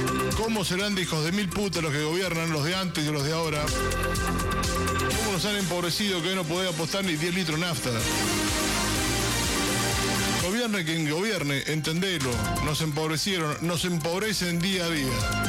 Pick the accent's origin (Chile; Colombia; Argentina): Argentina; Qué loco que somos los argentinos, ¿no?